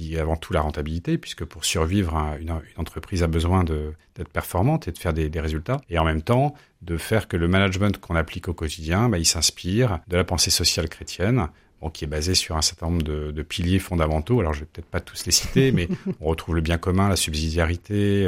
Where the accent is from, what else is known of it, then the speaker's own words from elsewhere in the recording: northern France, France; moved away as an adult; also born or lived in England; now in Montpellier, France; Moi, je suis plutôt originaire du nord de la France, mais j'ai des attaches très anciennes dans la région, puisque au 19e siècle, ma famille est originaire de l'Aude.